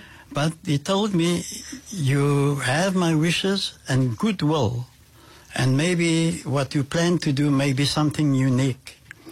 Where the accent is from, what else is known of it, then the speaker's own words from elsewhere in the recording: Cape Town, Western Cape, South Africa; moved away as an adult; also born or lived in England; I grew up in an area called Black River, very close to the Red Cross Hospital. So I was born there, and that's where I spent most of my life until the age of about 21, when I then left for England